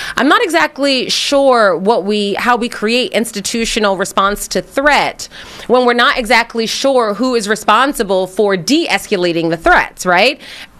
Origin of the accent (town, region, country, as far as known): Philadelphia, Pennsylvania, United States; born or raised there